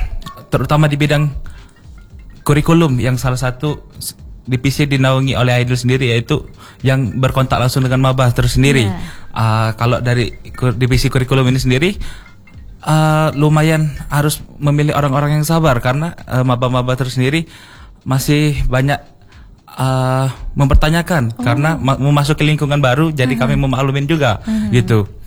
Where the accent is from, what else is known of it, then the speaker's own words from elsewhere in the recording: Muara Enim, South Sumatra, Indonesia; now in Palembang, Indonesia; Kalau untuk domisili asal saya sendiri, yaitu berasal dari Muara Enim, tempatnya di Kecamatan Semendo Darat Laut.